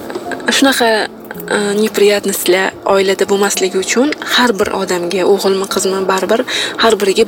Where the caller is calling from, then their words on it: Tashkent, Uzbekistan; Toshkentdan